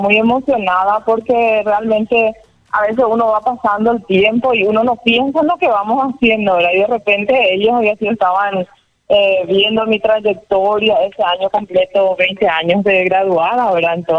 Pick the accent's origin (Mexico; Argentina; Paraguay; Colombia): Paraguay; also born or lived in Brazil; En Brasil, antes de venir a Paraguay, ¿verdad? Entonces, después, en el 2020 conseguí por primera vez trabajar en mi país, ¿verdad?